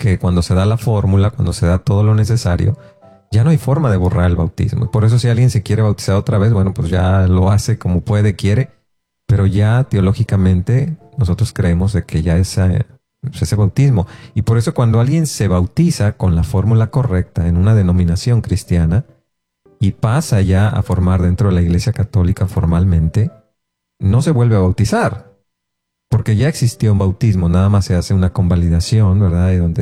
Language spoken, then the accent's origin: Spanish; Mexico; No solo porque somos mexicanos, sino porque aquí es donde más se da este aspecto de compadrazgo.